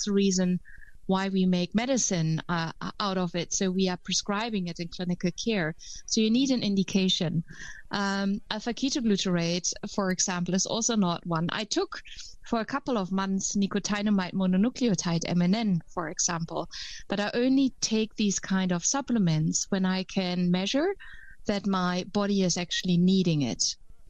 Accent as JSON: {"language": "English", "country": "Germany", "second_language": "English", "lives_now": "Netherlands"}